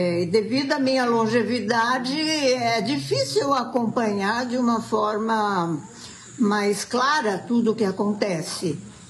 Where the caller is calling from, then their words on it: Brotas, São Paulo, Brazil; eu sou de Brotas.